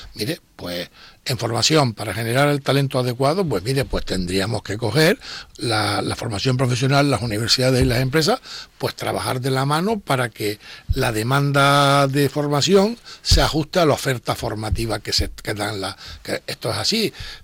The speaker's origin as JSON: {"language": "Spanish", "region": "Canary Islands", "country": "Spain"}